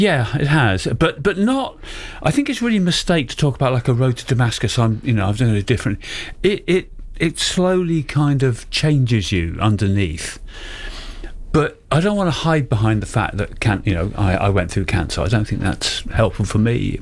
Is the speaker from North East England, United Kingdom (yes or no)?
no; Wales, United Kingdom; I grew up in South Wales in a very quite a masculine environment.